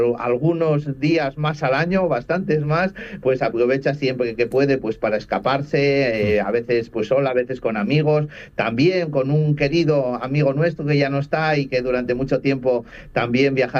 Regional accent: Spain; como los asturianos y los gallegos, que siempre utilizamos los diminutivos

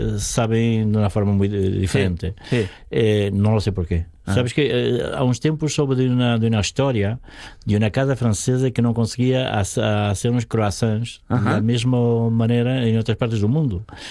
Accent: Lisbon, Portugal; Spanish is a second language; Soy de Lisboa.

